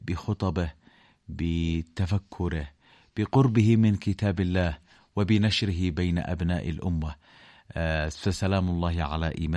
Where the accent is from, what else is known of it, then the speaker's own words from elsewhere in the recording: Yemen; نحن كشعب يمني أولا ثم الناس في هذه الأمة.